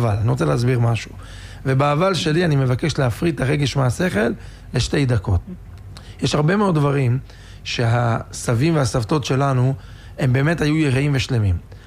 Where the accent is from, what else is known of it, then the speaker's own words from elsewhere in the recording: Netanya, Central District, Israel; אני גדלתי בנתניה, אני יודע בדיוק מה אני אומר.